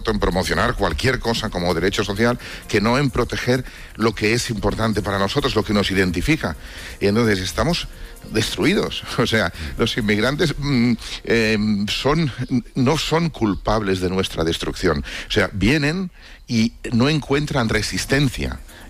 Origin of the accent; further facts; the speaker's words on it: Spain; como españoles, como sociedad española